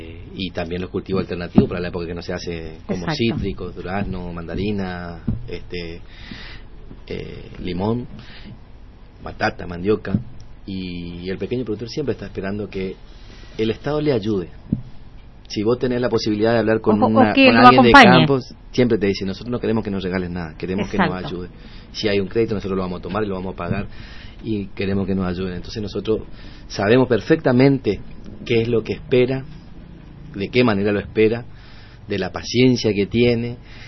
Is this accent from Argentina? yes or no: yes; Pampa Almirón, Chaco, Argentina; provengo de una ciudad, de una localidad muy chiquita del interior de la provincia. Allí nací, me crié en Pampa Almirón, rodeado de pequeños y medianos productores.